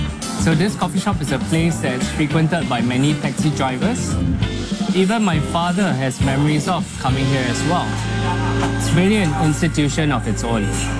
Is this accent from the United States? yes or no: no; Geylang, Singapore; Growing up in Geylang, I got to know the migrant worker community from a young age.